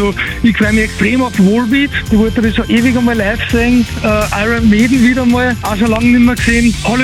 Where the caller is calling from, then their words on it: Upper Austria, Austria; Ich rufe aus dem Auto gerade an, in Oberösterreich.